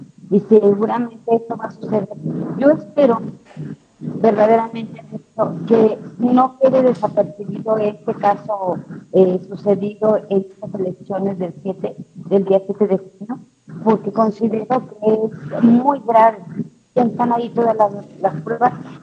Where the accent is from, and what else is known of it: Mexico